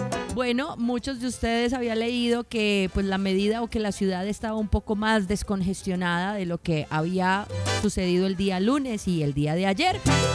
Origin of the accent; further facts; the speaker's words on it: Cali, Valle del Cauca, Colombia; esos somos los caleños